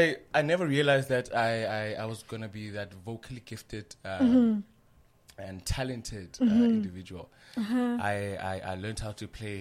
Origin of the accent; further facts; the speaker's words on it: Queenstown, Eastern Cape, South Africa; I'm from Queenstown. Thank you for that. I'm all the way from Queenstown, and I grew up in a musical background.